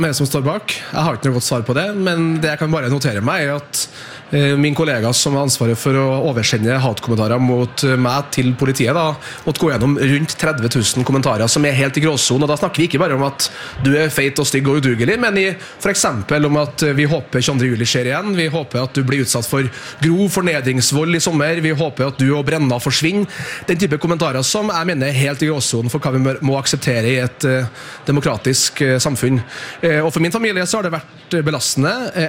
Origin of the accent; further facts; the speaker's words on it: Trøndelag, Norway; now in Arendal, Norway; Jeg føler meg veldig trygg når jeg går her i Arendal i dag, når jeg er hjemme i Trøndelag.